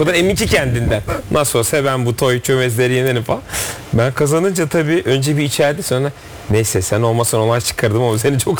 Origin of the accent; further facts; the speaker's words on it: Ankara, Turkey; Biz baba tarafından Ispartalıyız, anne tarafından Aydınlı. Ama doğum bölümüm Ankaralıyım ben.